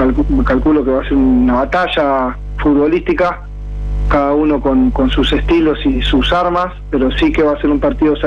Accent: Casilda, Santa Fe, Argentina; éramos de Casilda

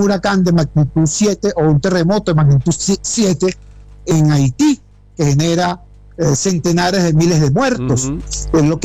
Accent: Venezuela; como venezolano, como ciudadano

